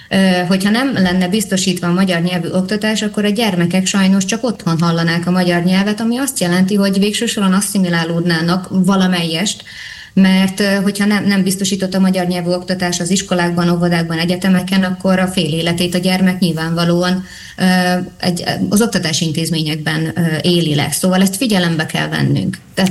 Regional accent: Zakarpattia Oblast, Ukraine; tudom mondani, hogy kárpátaljai magyarként ugye számunkra elsősorban talán nem is az a kérdés, hogy Magyarország vétózik-e vagy sem

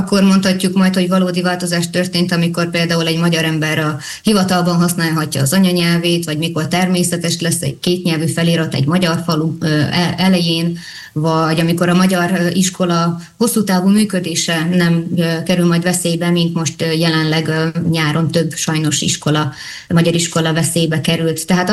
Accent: Zakarpattia Oblast, Ukraine; kárpátaljai magyarként

